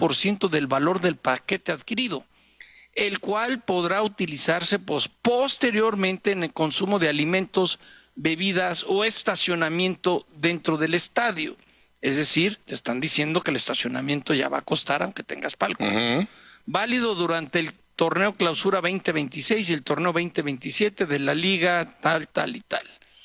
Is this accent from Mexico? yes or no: yes; Mexico; Y duele como mexicano, sí.